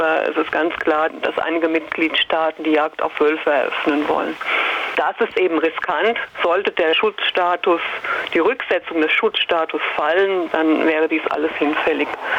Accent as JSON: {"language": "German", "country": "Switzerland", "said": "In allen anderen europäischen Ländern eskaliert es nicht derart wie bei uns in der Schweiz und in Österreich."}